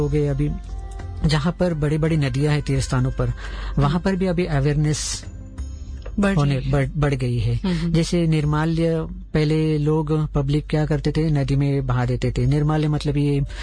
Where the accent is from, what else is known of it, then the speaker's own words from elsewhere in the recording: Mumbai, Maharashtra, India; जैसे अभी मैं मुंबई से बिलोंग करते, तो मैं मुंबई के बारे में आपको बताना चाहता हूँ